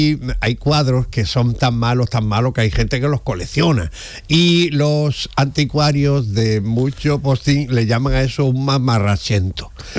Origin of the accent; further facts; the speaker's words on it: Spain; soy español